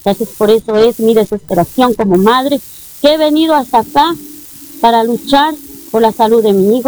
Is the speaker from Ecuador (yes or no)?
yes; Orellana, Ecuador; yo vengo de la provincia de Orellana, pero mi hijo se hace atender aquí en el Bacortiz, que queda aquí en Quito.